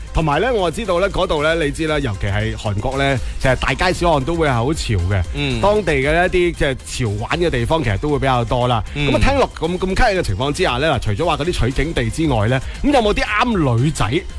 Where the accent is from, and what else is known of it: Guangdong, China